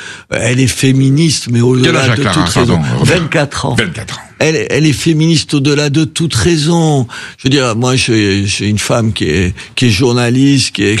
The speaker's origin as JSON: {"language": "French", "region": "south of France", "country": "France"}